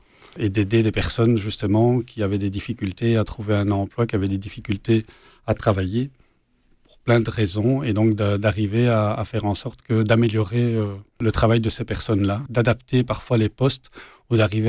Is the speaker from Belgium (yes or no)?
yes; Brussels, Brussels-Capital Region, Belgium; je suis né à Bruxelles, j'ai vécu toute mon enfance à Bruxelles en fait, et dans une famille ou dans des situations pas de grande richesse, on va dire même plutôt de pauvreté